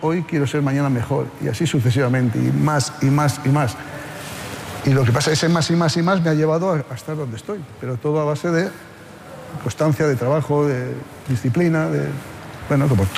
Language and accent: Spanish; Haro, La Rioja, Spain; yo en mi pueblo, en Haro, en La Rioja, era del Athletic Club de Bilbao, como aficionado